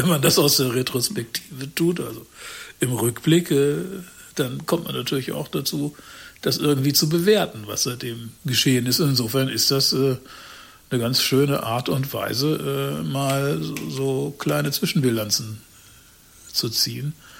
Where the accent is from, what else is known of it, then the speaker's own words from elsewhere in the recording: Wolfsburg, Lower Saxony, Germany; Ich bin in Wolfsburg aufgewachsen